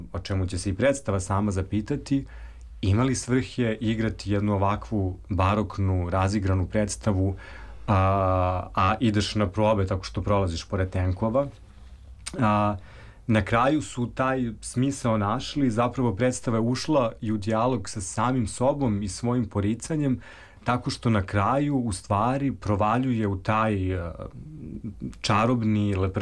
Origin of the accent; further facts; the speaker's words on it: Serbia; Odakle ste, ja kad sam rekao Srbija, on je zastao